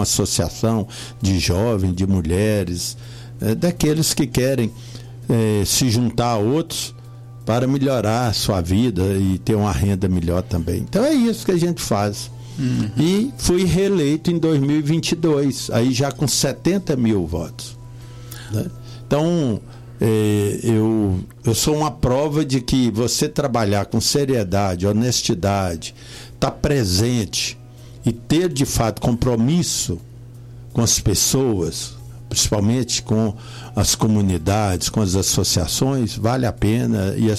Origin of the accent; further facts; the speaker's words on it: Carbonita, Minas Gerais, Brazil; Eu sou lá de outra região, que é muito distante daqui, né? Eu sou lá do Vale do Jequitinhonha. Sou de uma cidade pequenininha que chama Carbonita.